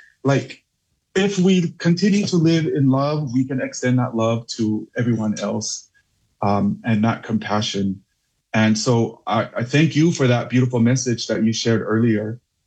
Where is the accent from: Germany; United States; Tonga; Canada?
Tonga; moved away; the way we grew up in Tonga